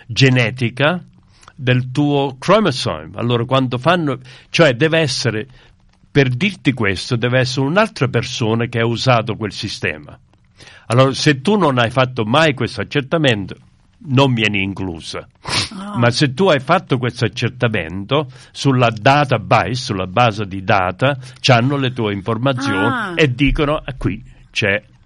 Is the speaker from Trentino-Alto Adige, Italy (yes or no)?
no; Torrecuso, Campania, Italy; born there; moved away; sono nato a Torregusa, 94% campano